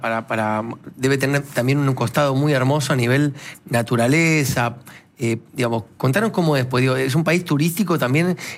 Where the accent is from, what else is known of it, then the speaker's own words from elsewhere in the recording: Adrogué, Buenos Aires Province, Argentina; Yo soy a Adrogué, al lado de Temperley